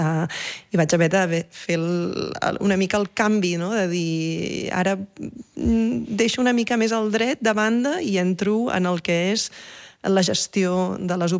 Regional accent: Girona, Catalonia, Spain; also born or lived in Barcelona; Vaig créixer a Barcelona i vaig créixer a Girona.

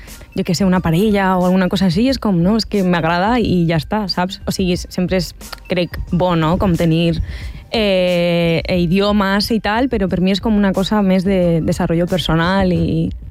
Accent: Cantabria, Spain; Catalan is a second language; moved away as an adult; now in Madrid, Spain; El meu poble és molt, molt, molt petit i jo no estic com acostumada a aquest ritme frenètic, saps?

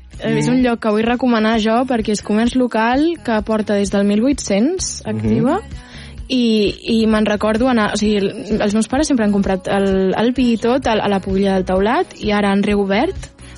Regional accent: Barcelona, Catalonia, Spain; Soc del Poble Nou de tota la vida. Uh-huh. Sí, sempre he sigut del Poble Nou i quan era petita era molt gris el Poble Nou, realment, i només hi havia àvies i farmàcies

